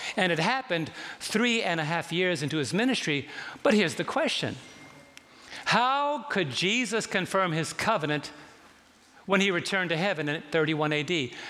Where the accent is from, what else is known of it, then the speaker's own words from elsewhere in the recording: New York City, New York, United States; I was raised in New York City